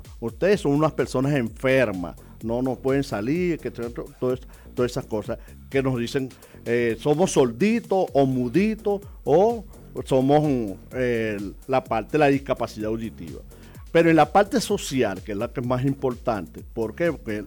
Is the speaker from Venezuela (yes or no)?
yes; Venezuela